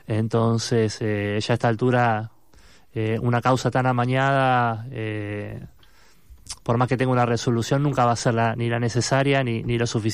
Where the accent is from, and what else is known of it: Argentina